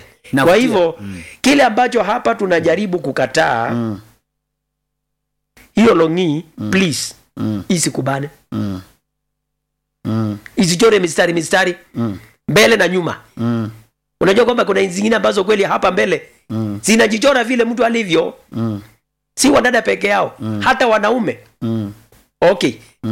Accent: Ukambani, Kenya; kule kwetu Ukambani.

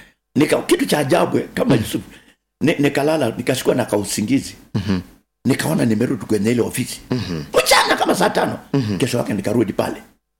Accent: Kenya; Kamwambia mimi ni Kenya.

